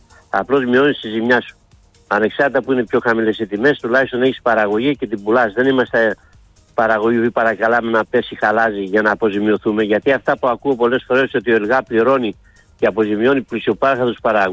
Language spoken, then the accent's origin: Greek; Toumba, Central Macedonia, Greece; moved away; Μεγάλωσα στην Τούμπα